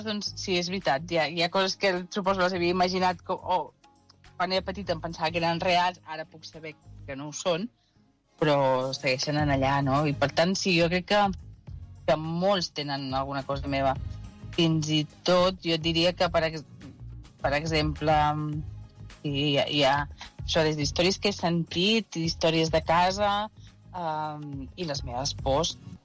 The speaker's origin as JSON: {"language": "Catalan", "town": "Sabadell", "region": "Catalonia", "country": "Spain", "moved": "yes", "lives_now": "Andorra", "said": "jo soc de Sabadell, però tinc arrels a Terres de l'Ebre"}